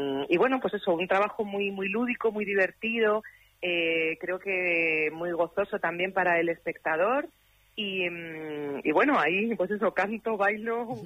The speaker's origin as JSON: {"language": "Spanish", "town": "Alcorcón", "region": "Community of Madrid", "country": "Spain", "tie": "born or raised there", "moved": "yes", "said": "Estoy muy emocionada y feliz de poder ir ahí a Alcorcón, a mi tierra, donde vive toda mi familia y tengo mis recuerdos de infancia más bonitos."}